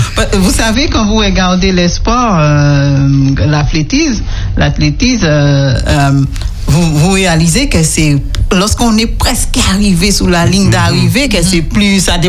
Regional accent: St. Lucia; je suis de Sainte-Lucie et à Martinique, tout près, on s'est dit étranger.

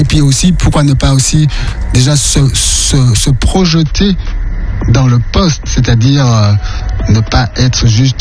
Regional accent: Martinique

